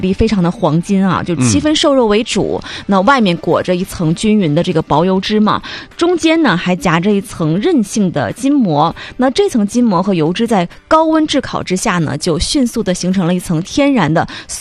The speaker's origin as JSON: {"language": "Chinese", "region": "Northeast China", "country": "China"}